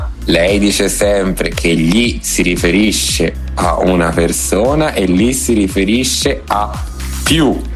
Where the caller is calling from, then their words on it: Tuscany, Italy; qui in Toscana si fa un gran casino